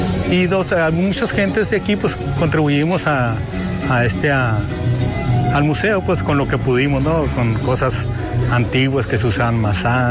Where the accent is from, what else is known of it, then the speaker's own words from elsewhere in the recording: Trincheras, Sonora, Mexico; born there; No, yo nací allá en Trincheras.